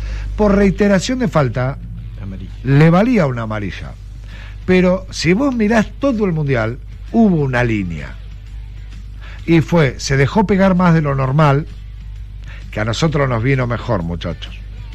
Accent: Argentina; sé cómo somos los argentinos.

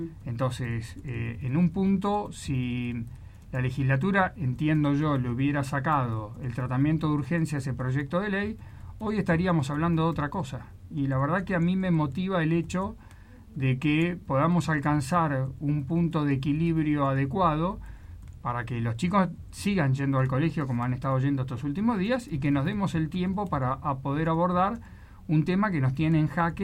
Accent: Argentina; para nosotros como argentinos

